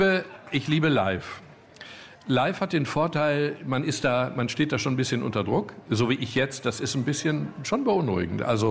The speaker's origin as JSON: {"language": "German", "region": "North Rhine-Westphalia", "country": "Germany", "said": "ich komme aus dem Ruhrgebiet"}